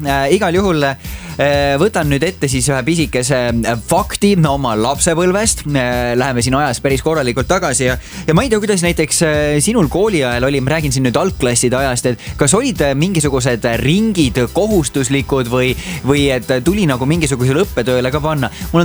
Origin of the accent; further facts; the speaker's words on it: Jüri, Harju County, Estonia; born there; now in Tartu, Estonia